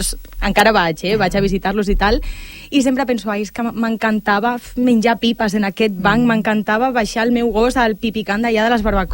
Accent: Sant Boi de Llobregat, Catalonia, Spain; now in Marianao, Sant Boi de Llobregat, Spain; des dels 6 anys fins fa un any que em vaig mudar a Marianao, però sóc de Cans Blancs de tota la vida, pràcticament.

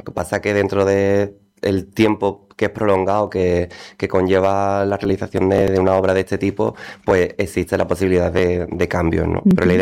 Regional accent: Utrera, Andalusia, Spain; born or raised there

